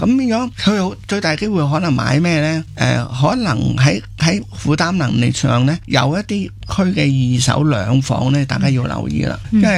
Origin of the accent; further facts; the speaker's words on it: Hong Kong; 我哋香港人